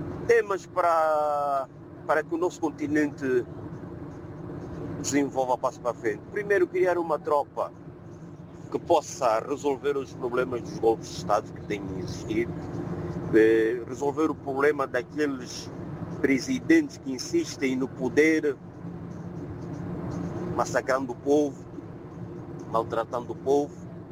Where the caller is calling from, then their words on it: Angola; Estou feliz por hoje ser o dia da África, como angolano que sou.